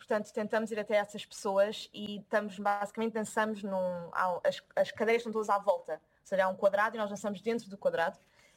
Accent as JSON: {"language": "Portuguese", "country": "Portugal", "said": "quando fui para a Alemanha, que foi a primeira vez também que saí de Portugal e que vi qualquer coisa diferente neste mundo da cultura"}